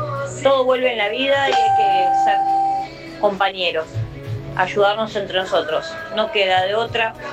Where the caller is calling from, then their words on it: San Antonio de Padua, Buenos Aires Province, Argentina; de Padua.